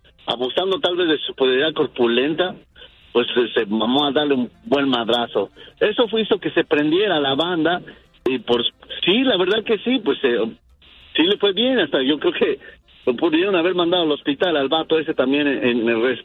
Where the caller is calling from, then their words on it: Phoenix, Arizona, United States; De aquí de Phoenix, Arizona.